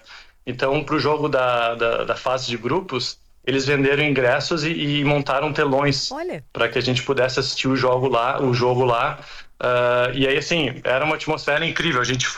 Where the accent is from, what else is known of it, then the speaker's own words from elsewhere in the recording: Brazil; moved away as an adult; now in Oslo, Norway; eu já moro aqui há alguns anos, toda vez que eu conheço um norueguês novo e falo que sou brasileiro